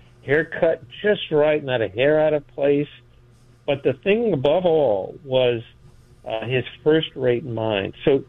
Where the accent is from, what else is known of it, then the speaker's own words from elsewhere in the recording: Los Angeles, California, United States; born there; I was born in East Los Angeles. So right off the bat, you know, I'm born on the wrong side of tracks, of the tracks in L.A., right?